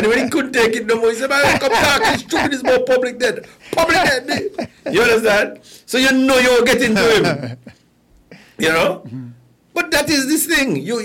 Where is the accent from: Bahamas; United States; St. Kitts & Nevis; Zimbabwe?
St. Kitts & Nevis; moved away; also born or lived in Canada